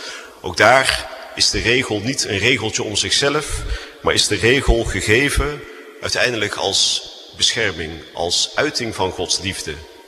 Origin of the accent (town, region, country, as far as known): Netherlands